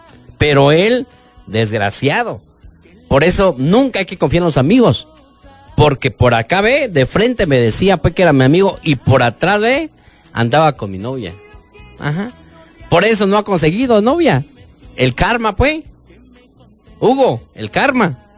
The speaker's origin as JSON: {"language": "Spanish", "area": "Las Margaritas", "region": "Chiapas", "country": "Mexico", "tie": "born or raised there", "also_born_or_lived": "Comitán", "moved": "yes", "said": "yo soy originario de Margarita"}